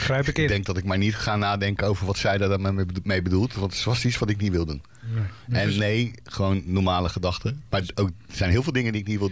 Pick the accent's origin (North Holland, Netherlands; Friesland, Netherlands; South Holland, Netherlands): South Holland, Netherlands; Leidschendam; Net zoals dat ik ook gewoon mijn jeugd in Leidschendam heb doorgebracht.